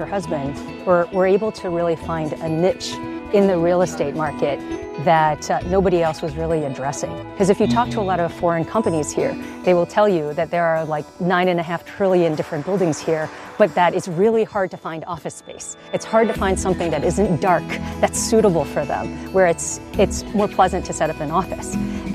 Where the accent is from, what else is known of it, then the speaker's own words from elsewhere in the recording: China; Growing up in China during Cultural Revolution